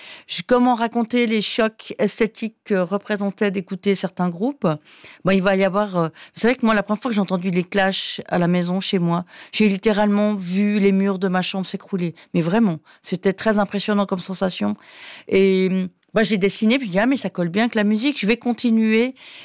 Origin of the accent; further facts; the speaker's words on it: Valais, Switzerland; now in Lausanne, Switzerland; quand on vient du Valais, on connaît une personne, on dit bonjour.